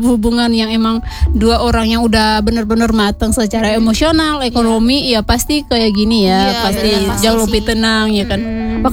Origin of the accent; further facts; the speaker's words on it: Eastern Indonesia, Indonesia; now in Jakarta, Indonesia; Gue kan asalnya dari Indonesia Timur. 2017 kan pertama kalinya gue tuh merantau di Jakarta.